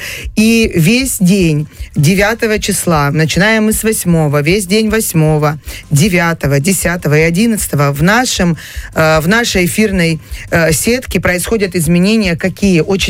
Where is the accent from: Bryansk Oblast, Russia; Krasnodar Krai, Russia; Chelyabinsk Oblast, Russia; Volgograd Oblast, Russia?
Krasnodar Krai, Russia; наша кубанская душа